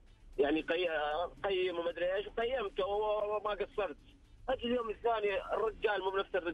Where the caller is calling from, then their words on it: Riyadh, Riyadh Province, Saudi Arabia; الله كلمه من الرياض يا حبيبي.